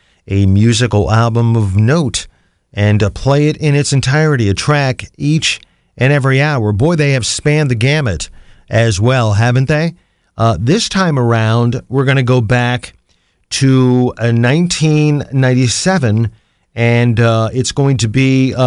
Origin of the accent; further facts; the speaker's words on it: Canton, Ohio, United States; Non-commercial public radio for Akron and my hometown of Canton, the Hall of Fame City